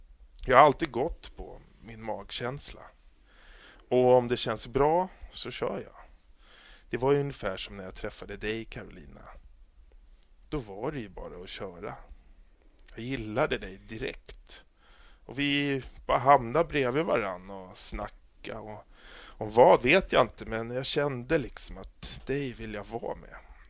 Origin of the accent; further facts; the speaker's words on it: Vira, Stockholm County, Sweden; Smedjan låg ett stenkast från vårt hus och vi lämnade inte Vira så ofta.